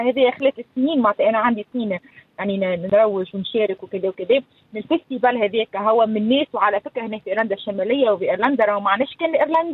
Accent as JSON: {"language": "Arabic", "country": "Tunisia", "tie": "born or raised there", "moved": "yes", "said": "انا تونسيه كل يوم عمري كامل"}